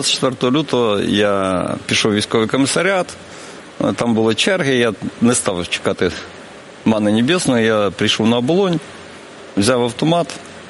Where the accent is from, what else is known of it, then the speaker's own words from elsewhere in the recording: Kyiv, Ukraine; я з Подольського району.